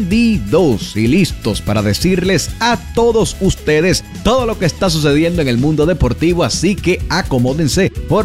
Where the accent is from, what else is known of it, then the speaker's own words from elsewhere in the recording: Dominican Republic; yo soy dominicano.